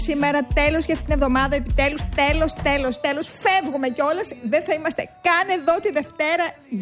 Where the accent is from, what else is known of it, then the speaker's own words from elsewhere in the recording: Thessaloniki, Central Macedonia, Greece; born there; moved away; τώρα που θα πάω στο χωριό μου, Θεσσαλονίκη, City και παραπέρα